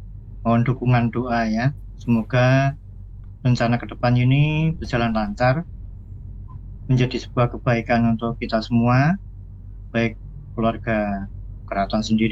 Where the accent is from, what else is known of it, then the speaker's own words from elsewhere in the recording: Surakarta, Central Java, Indonesia; kota kita, Kota Surakarta